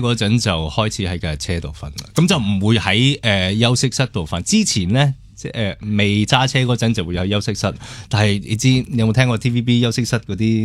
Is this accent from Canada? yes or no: yes; Canada; moved away; 加拿大出世，